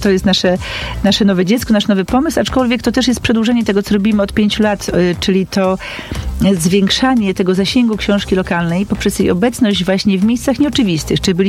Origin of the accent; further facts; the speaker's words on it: Gorzów Wielkopolski, Lubusz Voivodeship, Poland; also born or lived in Hamburg; Pochodzę z Gorzowa Wielkopolskiego i wychowałam się w wieżowcu. Mieszkałam na 6 piętrze, ale już do przedszkola chodziłam do willi takiej po niemieckiej w Gorzowie, to może stąd.